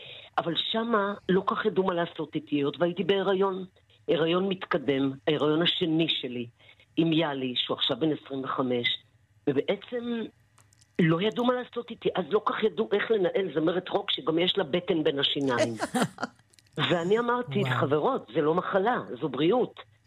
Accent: Northern District, Israel; born there; אני ילידת קיבוץ בית אלפא, עשירי לשישי 61.

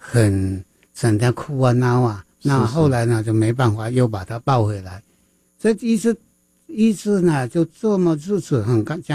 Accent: Guangdong, China; accent: Teochew; 我们潮州话就是叫日里库

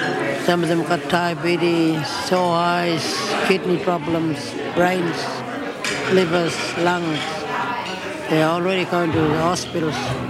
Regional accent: Yalata, South Australia, Australia; I came from Yalata.

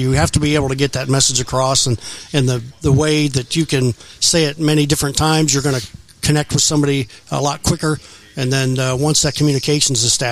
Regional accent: Manhattan, Kansas, United States; moved away; growing up in Manhattan, Kansas

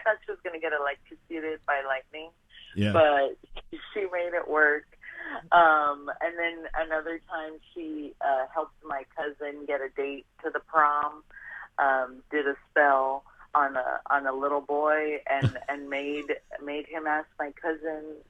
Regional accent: Laredo, Texas, United States; there's a lot of stories about me growing up in Laredo, Texas, border town kid.

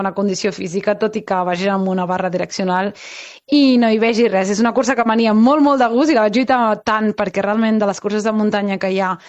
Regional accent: Vilassar de Mar, Catalonia, Spain; jo soc de Vilassar de Mar, vull dir que la muntanya és el castell de Burriac

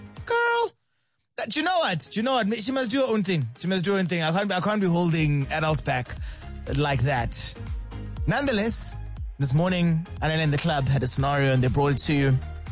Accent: Bethlehem, Free State, South Africa; And I watched it, but half the time I didn't know what Leva Hexy was saying, even though I grew up in Bethlehem.

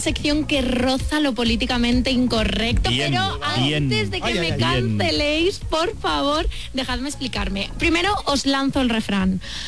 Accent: Community of Madrid, Spain; Bueno, metafóricamente me llevó en realidad al centro de salud, que siendo madrileña quizás sí que era el infierno.

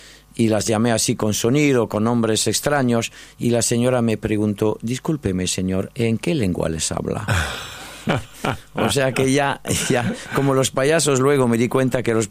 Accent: Pau, Nouvelle-Aquitaine, France; Spanish is a second language; moved away as an adult; now in Spain; En Pau, en el sur de Francia, cerca de la frontera con España.

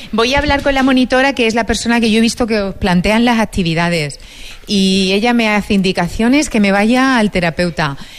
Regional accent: Huelva, Andalusia, Spain; que para eso somos de aquí, de Huelva.

